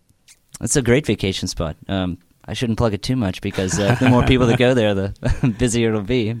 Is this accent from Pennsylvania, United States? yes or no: yes; Pleasant Hills, Pennsylvania, United States; so that's in the South Hills, Pleasant Hills area.